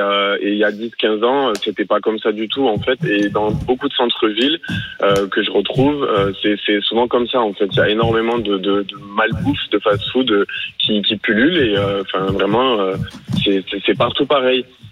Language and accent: French; Toulouse, Occitanie, France; moi je viens de Toulouse, du coup on a vu des villes être transformées littéralement, le centre-ville de Toulouse, maintenant la principale rue Saint-Rome, c'est que des fast-food pour la plupart